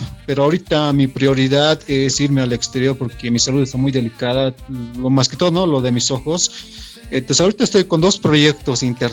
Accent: Bolivia; Empecemos a amarnos más como bolivianos

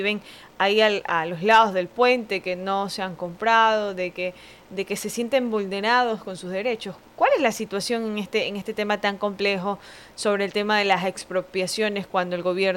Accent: Santa Ana, Manabí, Ecuador; soy de Santa Ana

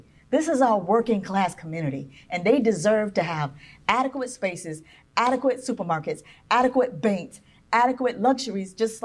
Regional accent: Fort Myers, Florida, United States; I'm from Dunbar. I love Dunbar.

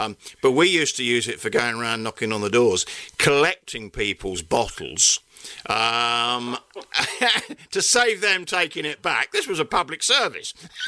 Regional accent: London, United Kingdom; …

